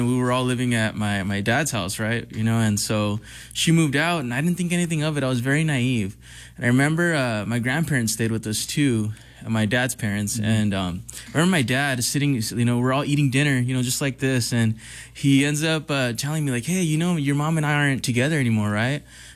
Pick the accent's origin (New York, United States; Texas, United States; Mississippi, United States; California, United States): California, United States; El Monte; So I grew up in Cali.